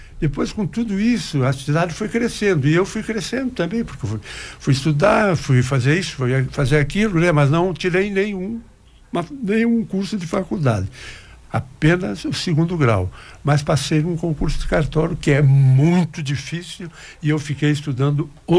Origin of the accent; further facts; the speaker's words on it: Joaçaba, Santa Catarina, Brazil; also born or lived in Catanduvas; Então, a minha mãe resolveu vir morar com o pai dela, que morava aqui em Joaçaba, tinha uma cantina de bebidas, tinha uma loja, tipo assim, tipo Bonato, assim, que vendia de tudo, entende? E eu me criei ali até os 8 anos